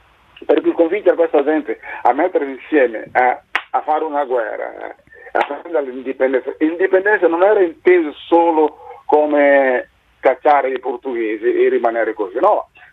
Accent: Guinea-Bissau; Italian is a second language; now in Italy

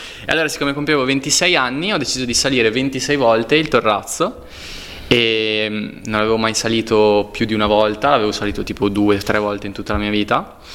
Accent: Castelverde, Lombardy, Italy; Io, vabbè, sono di Cremona, quindi cioè

